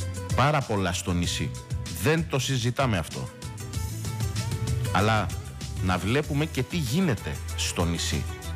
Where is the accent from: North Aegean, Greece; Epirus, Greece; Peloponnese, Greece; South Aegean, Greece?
South Aegean, Greece; Apollona; Καλημέρα και στα Απόλλωνα, στο χωριό μου.